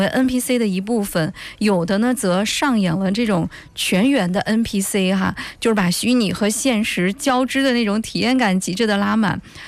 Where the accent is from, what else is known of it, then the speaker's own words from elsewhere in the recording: Shandong, China; 确实咱们山东人哈，好客山东，欢迎你